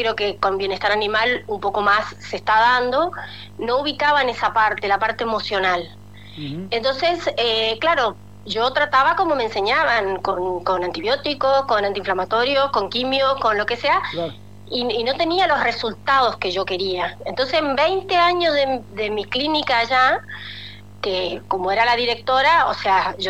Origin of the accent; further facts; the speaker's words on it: Chaco, Argentina; moved away as an adult; now in Punta Ballena, Uruguay; Soy del Chaco, del norte de la Argentina.